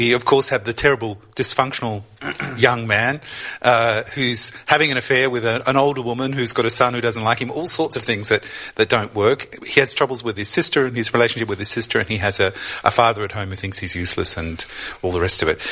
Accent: Australia; I'm an Australian, yeah. And I come from an island, I always say, and it's quite different as well.

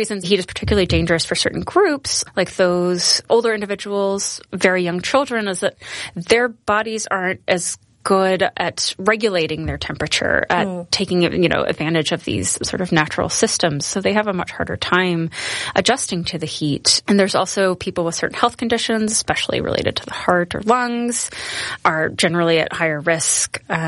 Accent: Atlanta, Georgia, United States; moved away as an adult; now in New York, United States; I grew up in Atlanta and moved to New York 15 or so years ago.

